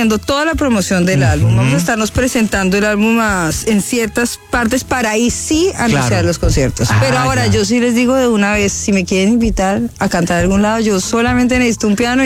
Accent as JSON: {"language": "Spanish", "region": "Bogotá", "country": "Colombia", "moved": "yes", "lives_now": "Miami, United States", "said": "Yo soy de Bogotá."}